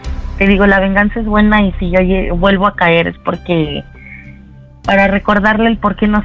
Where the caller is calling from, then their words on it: Coyoacán, Mexico City, Mexico; 28 y aquí de Coyoacán.